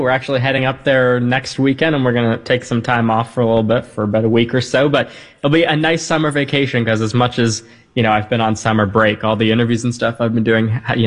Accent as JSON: {"language": "English", "town": "Toronto", "region": "Ontario", "country": "Canada", "said": "I'm from Canada, who doesn't know me."}